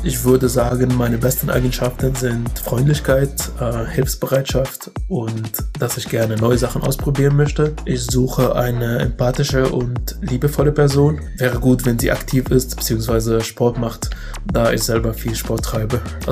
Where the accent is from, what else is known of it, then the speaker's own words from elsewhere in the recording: Cairo, Cairo Governorate, Egypt; Ich bin 28 Jahre alt. Ich komme aus Kairo, Ägypten.